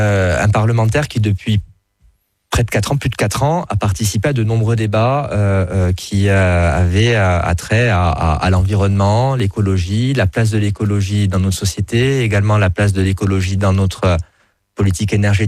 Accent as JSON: {"language": "French", "country": "France"}